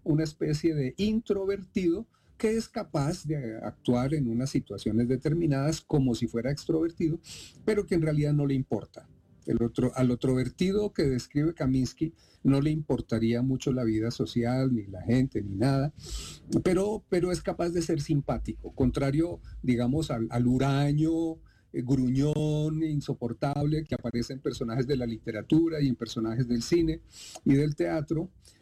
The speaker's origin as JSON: {"language": "Spanish", "region": "Bogotá", "country": "Colombia", "said": "Yo soy Rolo Chapinero Unoala, pero además soy colombiano y soy colombiano y pertenezco y me miran como colombiano aquí"}